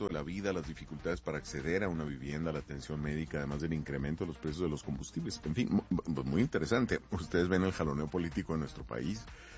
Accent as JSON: {"language": "Spanish", "town": "Cuauhtémoc", "region": "Chihuahua", "country": "Mexico", "tie": "born there", "said": "soy de Chihuahua. Nací en Ciudad Cuauhtémoc, la tierra"}